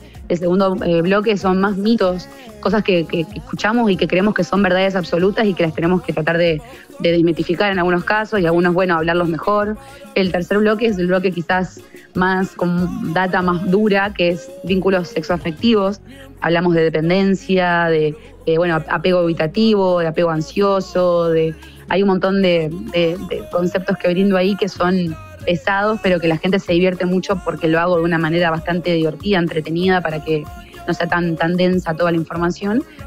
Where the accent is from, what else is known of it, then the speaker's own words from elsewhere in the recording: Santa Fe, Argentina; born there; yo nací en Santa Fe